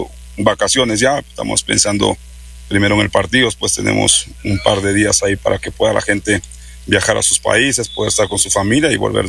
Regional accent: Ecuador; pero nosotros como ecuatorianos, ayer vi un equipo ordenado, que ilusiona

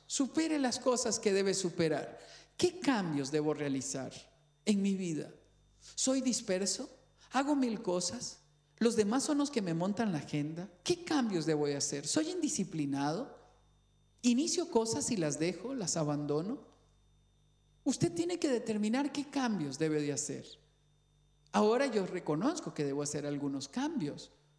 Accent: Cañas, Guanacaste, Costa Rica; born or raised there

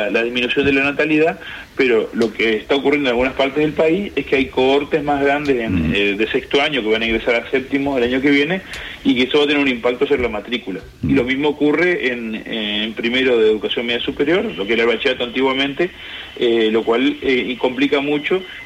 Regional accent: Cerro Largo, Uruguay; moved away as an adult; now in Rivera, Uruguay; soy nacido en Cerro Largo, hice toda la educación.

